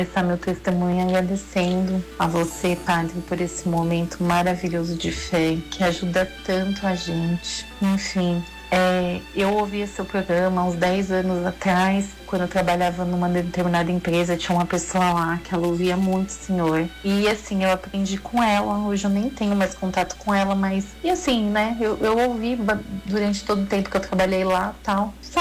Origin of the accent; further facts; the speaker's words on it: Guarulhos, São Paulo, Brazil; eu sou de Guarulhos.